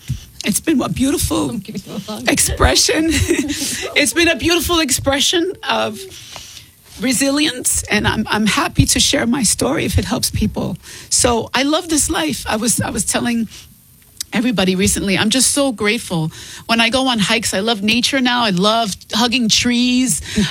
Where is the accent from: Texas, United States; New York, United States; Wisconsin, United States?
New York, United States; Bronx; I had so much fun growing up in the Bronx.